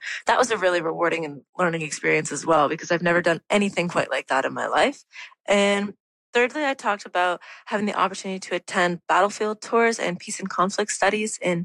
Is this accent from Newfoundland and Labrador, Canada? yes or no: yes; Newfoundland and Labrador, Canada; I talked about the impact that growing up in Newfoundland and the community had on me, because I feel that Newfoundland is a very community-focused place.